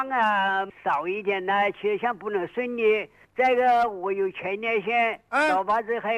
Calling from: Qianjiang, Hubei, China; 我是潜江市的熊口管理区。

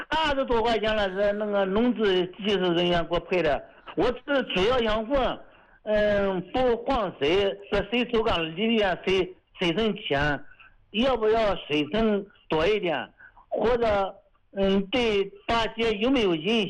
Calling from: Huaiyuan, Anhui, China; 怀远万湖的

